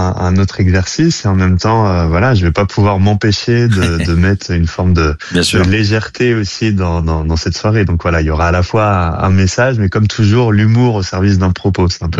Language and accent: French; Saint-Étienne, Auvergne-Rhône-Alpes, France; je suis originaire de Saint-Étienne.